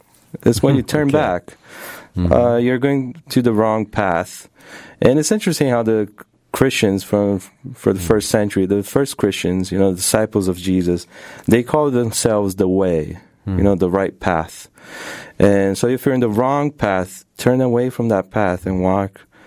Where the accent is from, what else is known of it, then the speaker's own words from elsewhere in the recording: Brazil; moved away as an adult; now in United States; I'm from Brazil, and I was born and raised there. I wanted to pursue further education. That's why I came to Andrews University.